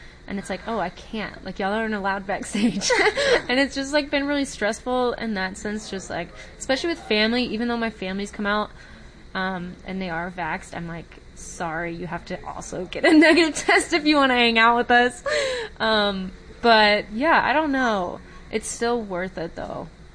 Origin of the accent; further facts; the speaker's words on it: Atlanta, Georgia, United States; I'm an artist from Atlanta.